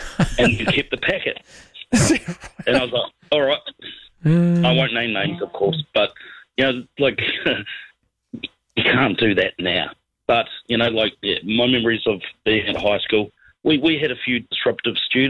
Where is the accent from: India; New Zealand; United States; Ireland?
New Zealand; Christchurch, Canterbury; I mean, you know, I'm from Christchurch